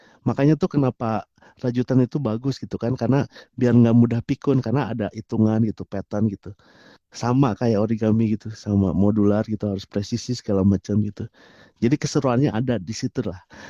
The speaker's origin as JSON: {"language": "Indonesian", "town": "Bandung", "region": "West Java", "country": "Indonesia", "tie": "born or raised there", "moved": "yes", "lives_now": "Yogyakarta, Indonesia", "said": "saya lahir di Bandung. Kebetulan asli orang Bandung, tapi sekarang tinggal di Yogyakarta."}